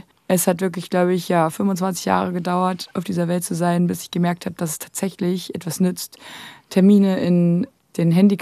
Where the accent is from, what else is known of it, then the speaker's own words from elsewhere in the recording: Berlin, Germany; moved away as an adult; also born or lived in Marburg; now in Rostock, Germany; Also ich bin in Berlin-Wilmersdorf aufgewachsen, im gut behüteten, mit meiner großen Schwester und meinen Eltern.